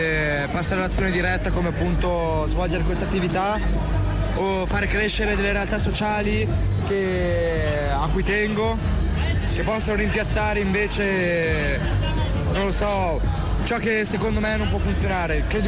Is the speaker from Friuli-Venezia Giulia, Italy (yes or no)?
no; Mantua, Lombardy, Italy; Allora, non molto, perché essendo che io sono di Mantova, io faccio più parte del collettivo di Mantova.